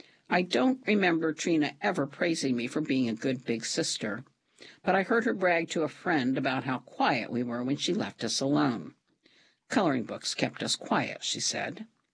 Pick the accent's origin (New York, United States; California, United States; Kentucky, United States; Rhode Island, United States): Kentucky, United States; Lexington; from Kentucky, and I was raised in a crack house. At the Charlotte Court Housing Project in Lexington, Kentucky, the apartment complexes were all the same.